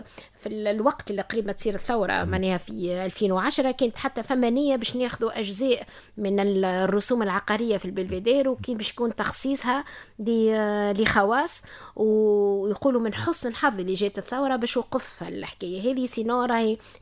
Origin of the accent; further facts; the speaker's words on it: Tunisia; ووقعت دعوة معناها برشا من بلدي تونس وبرشا مختصين وحتى من الخارج